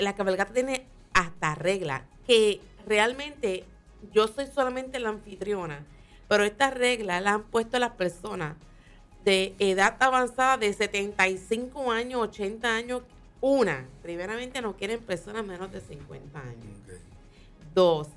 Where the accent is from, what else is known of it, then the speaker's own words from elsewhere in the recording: Fajardo, Puerto Rico; En mi pueblo, obviamente, en Fajardo